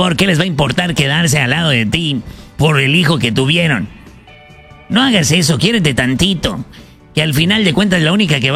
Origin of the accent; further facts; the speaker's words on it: Ciudad Obregón, Sonora, Mexico; also born or lived in Mexico City; Pues de Obregón, Sonora, mano. De ahí somos. Viví varios años en Ciudad de México, pero soy nacido en Obregón, Sonora.